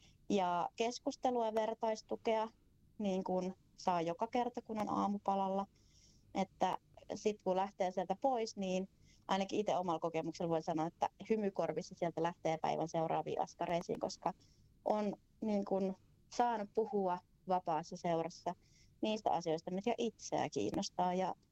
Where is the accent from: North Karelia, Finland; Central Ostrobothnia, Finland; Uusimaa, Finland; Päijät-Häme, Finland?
North Karelia, Finland; meillä Pohjois-Karjalassa on kyllä tosi lämmin ja hyvä henki ja me ollaan hyvin rentoja